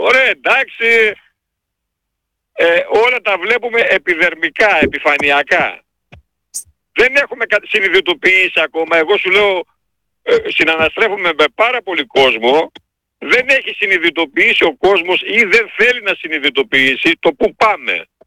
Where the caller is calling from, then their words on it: Katerini, Central Macedonia, Greece; από Κατερίνη